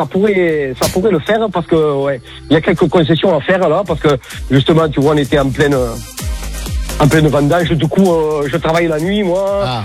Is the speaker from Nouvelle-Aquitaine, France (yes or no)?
no; Sigean, Occitanie, France; Je suis de Sigean, juste à côté de Narbonne.